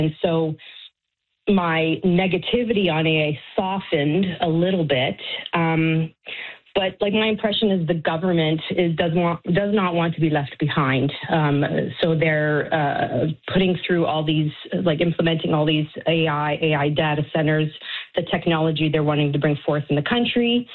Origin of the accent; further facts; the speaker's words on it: Canada; So we're, you know, as a population, as a Canadian, we're just sort of, we don't know where to look and how to feel about this